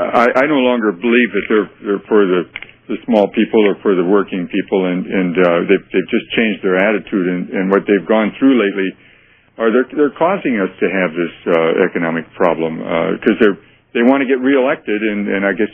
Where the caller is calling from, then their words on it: San Francisco, California, United States; Hi, this is … calling from KSFO in San Francisco.